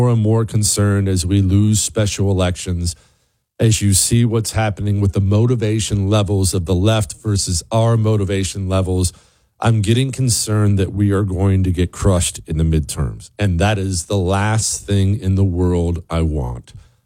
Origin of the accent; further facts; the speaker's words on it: Toronto, Ohio, United States; I grew up in Toronto, Ohio